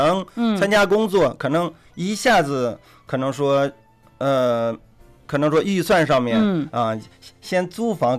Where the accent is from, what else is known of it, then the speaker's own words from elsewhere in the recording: Xingtai, Hebei, China; 我老家是农村的，也是这种平房